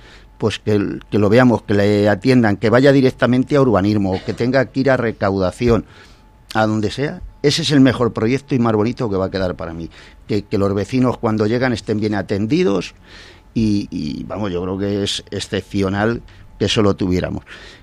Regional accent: Moralzarzal, Community of Madrid, Spain

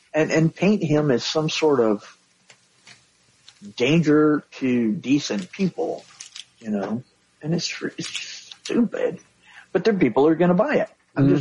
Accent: Texas, United States; I'm from Southeast Texas. I have a very Southeast Texas rural family.

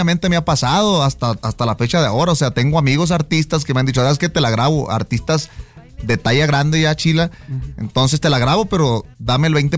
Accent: Ciudad Obregón, Sonora, Mexico; Yo soy de Ciudad Obregón

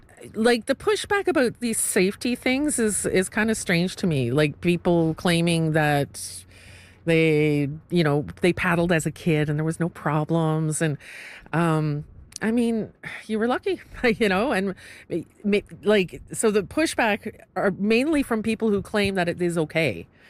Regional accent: Toronto, Ontario, Canada; now in Newfoundland and Labrador, Canada; So born and raised in Toronto downtown. And first trip 23 years ago and just fell in love with this province and this particular area. Like my parents are Irish.

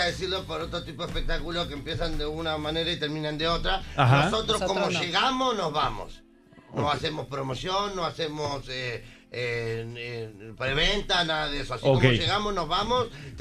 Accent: Argentina; que somos de Argentina, somos quinta generación de circo

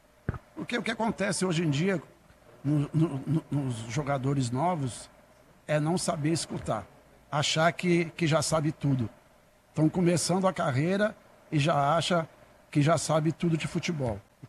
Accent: Rio Grande do Sul, Brazil; now in Recife, Brazil; eu sou gaúcho, mas me considero pernambucano.

